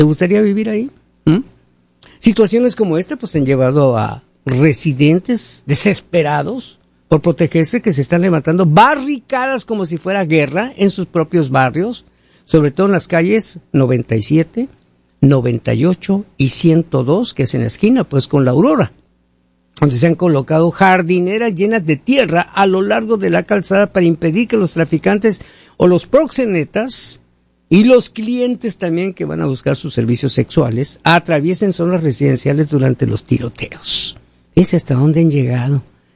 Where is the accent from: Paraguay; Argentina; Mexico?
Mexico; Hermosillo, Sonora; En Hermosillo, Sonora, México, ciudad donde yo nací, donde he vivido casi toda pues mi vida de soltero